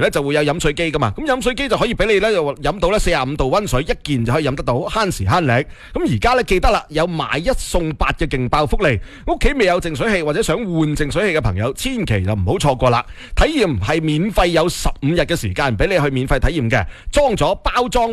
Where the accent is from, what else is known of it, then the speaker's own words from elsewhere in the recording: Foshan, Guangdong, China; 你覺唔覺得我哋佛山人嘅口味咧